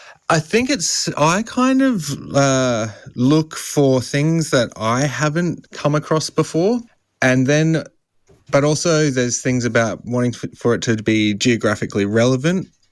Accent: Adelaide, South Australia, Australia; when I was young and growing up in Adelaide.

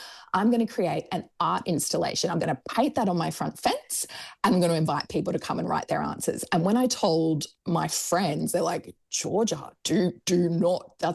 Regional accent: Brisbane, Queensland, Australia; now in Sunshine Coast, Australia; I grew up in Brisbane, but I live on the sunny coast now.

